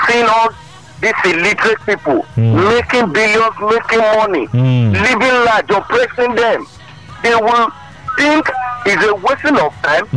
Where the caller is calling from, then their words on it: Lagos, Nigeria; Yeah, I'm calling from Akoka.